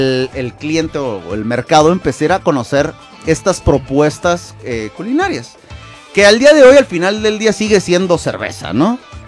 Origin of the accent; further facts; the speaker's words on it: Ensenada, Baja California, Mexico; para nosotros aquí los porteños de la ciudad de Ensenada